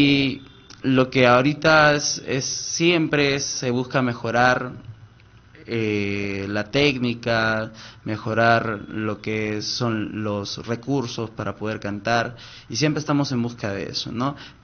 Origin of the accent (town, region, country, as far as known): Huánuco, Peru